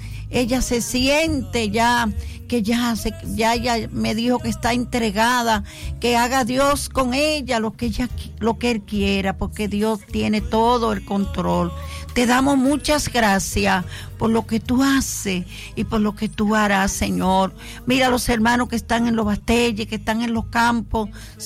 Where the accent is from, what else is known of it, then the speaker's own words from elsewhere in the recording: Higüey, La Altagracia, Dominican Republic; donde yo me crié, allá en la Enea, me crié en la Enea de Higüey. Oh, sí, me crié allá